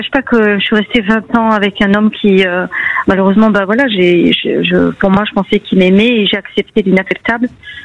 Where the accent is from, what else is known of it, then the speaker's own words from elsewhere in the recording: Versailles, Île-de-France, France; born there; Je suis née à Versailles.